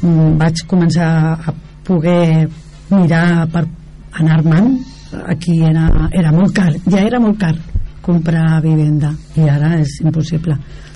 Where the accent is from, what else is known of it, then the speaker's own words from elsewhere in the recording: Sant Quirze del Vallès, Catalonia, Spain; born there; also born or lived in Barcelona; des del Paral·lel. Vaig vindre aquí, a Sant Quirze.